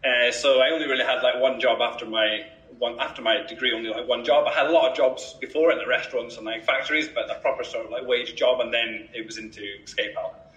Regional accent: Edinburgh, Scotland, United Kingdom; So I'm from Edinburgh in Scotland

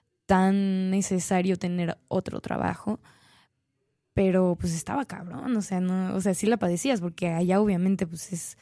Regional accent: Mexico; Porque, pues uno como mexicano llega con todo su pedo tribalesco, güey, acá a tocar cumbias

